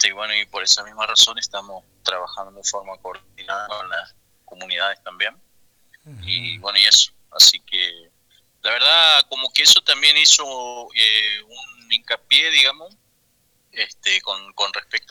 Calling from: La Leonesa, Chaco, Argentina; first language Qom; Spanish is a second language; pertenezco al pueblo POM, acá de La Leonesa, Chaco.

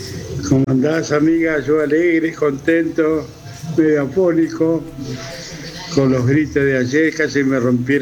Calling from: Argentina; te estoy hablando acá al barrio de Naciones.

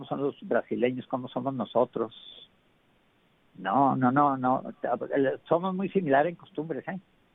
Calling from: Mexico

